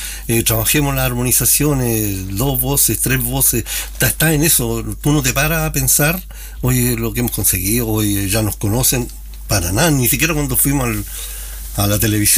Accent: Cauquenes, Maule, Chile; also born or lived in Chanco; aunque nací en Chanco y de muy temprana edad mis padres se vinieron a Cauquenes

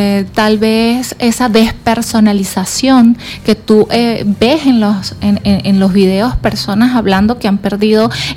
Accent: Venezuela; Todavía los venezolanos estamos en shock.

